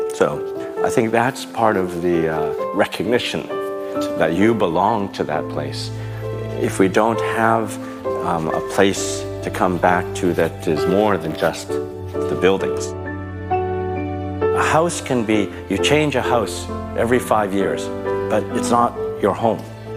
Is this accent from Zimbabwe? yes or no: no; Canada; born there; I was born in Canada, so whenever my grandmother who helped raise me